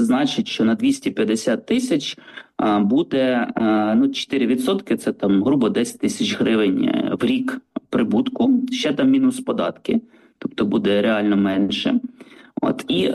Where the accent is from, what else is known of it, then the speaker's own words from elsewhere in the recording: Podillia, Ukraine; І я з родом з Поділля